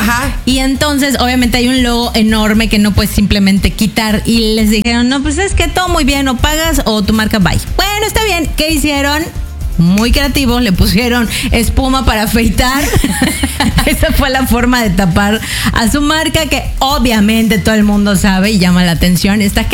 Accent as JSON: {"language": "Spanish", "country": "Mexico", "said": "ya sabes cómo somos los mexicanos"}